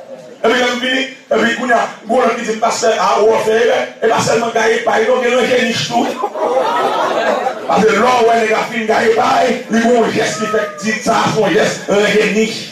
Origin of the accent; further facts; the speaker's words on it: Cap-Haïtien, Nord, Haiti; Oui, je suis du Nord. Je suis capois.